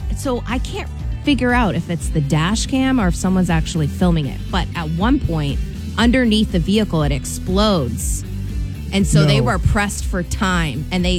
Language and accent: English; Massachusetts, United States; now in New Hampshire, United States